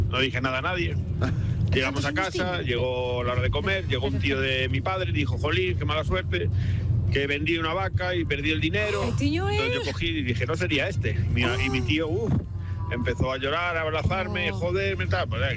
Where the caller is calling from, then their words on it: Sada, Galicia, Spain; desde Sada.